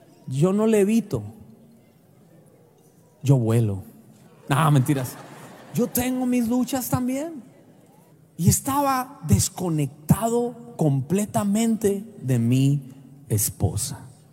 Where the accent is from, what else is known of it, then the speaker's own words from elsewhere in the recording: Colombia; born there; porque de donde yo nací, por allá de los campos de Colombia, mi abuelo no era tierno con mi abuela.